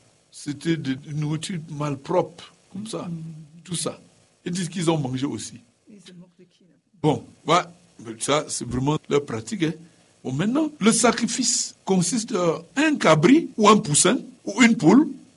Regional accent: Cameroon; moved away; also born or lived in Bafou; Parce que chez nous, dans le Nord, on n'a pas des affaires comme ça.

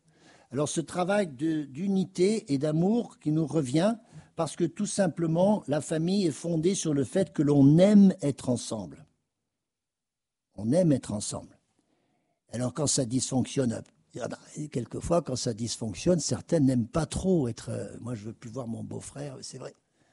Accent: France

